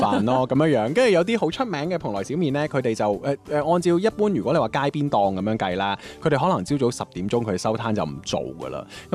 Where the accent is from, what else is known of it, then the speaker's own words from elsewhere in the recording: Guangdong, China; 佢更加有少少似我哋廣東人平時食嗰啲碗仔翅咧